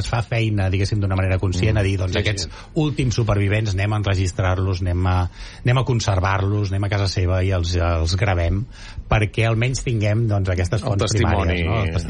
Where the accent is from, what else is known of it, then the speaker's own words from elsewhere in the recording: Granollers, Catalonia, Spain; Clar, és directa, jo sóc de Granollers.